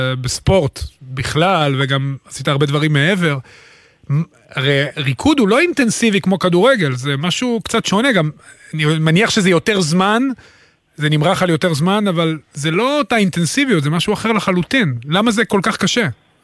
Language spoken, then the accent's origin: Hebrew; Kiryat Shmona, Northern District, Israel; הכי חשוב שרון בסוף, אנחנו מקריית שמונה, שיחזרו לשחק שם עד הדרום, עד הצפון, עד אילת